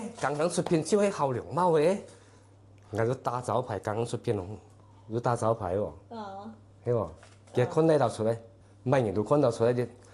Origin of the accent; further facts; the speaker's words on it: Liangmao Village, China; 我从小到大看父母做凉帽，我喺土生土长的凉帽村里面看见做凉帽